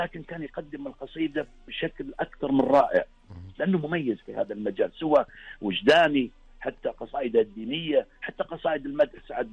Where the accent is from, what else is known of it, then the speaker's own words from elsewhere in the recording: Saudi Arabia; احنا كشعراء سعوديين